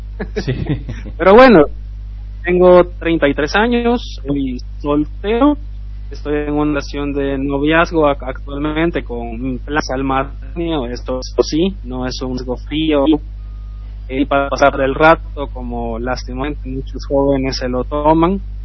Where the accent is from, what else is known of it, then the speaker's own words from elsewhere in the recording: El Salvador; born there; soy salvadoreño de nacimiento, vivo en El Salvador también